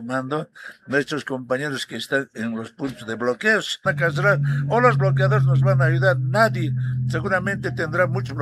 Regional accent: Bolivia; Finalmente somos bolivianos, tenemos derecho al trabajo

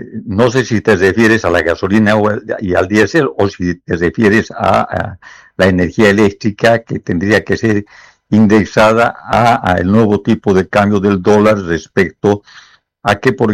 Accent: Bolivia; yo estoy pidiendo como ciudadano boliviano

